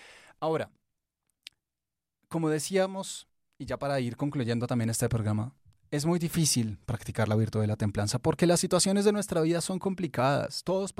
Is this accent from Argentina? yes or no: no; Colombia; este querido pueblo colombiano del cual todos nosotros hacemos parte